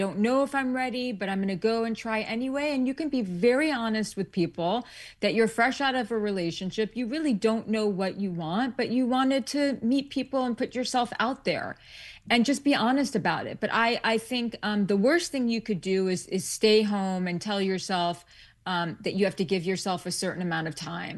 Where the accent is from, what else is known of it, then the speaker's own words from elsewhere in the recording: New York City, New York, United States; I was born and raised in New York.